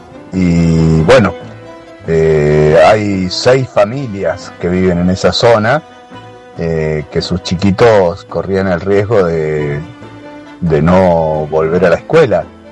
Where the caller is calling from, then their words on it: San Cristóbal, Santa Fe, Argentina; Vivo en la ciudad de San Cristóbal, al norte de la provincia.